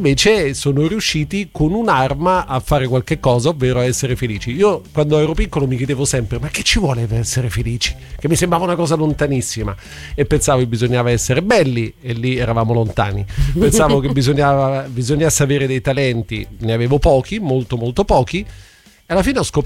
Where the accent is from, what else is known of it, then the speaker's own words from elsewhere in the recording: Germany; Italian is a second language; perché non so scrivere, perché sono tedesco, ho sempre avuto un po' un complesso sulla mia conoscenza dell'italiano.